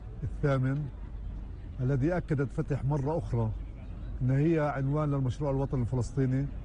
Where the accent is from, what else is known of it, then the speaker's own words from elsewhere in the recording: Palestine; إحنا كأسرى فلسطينيين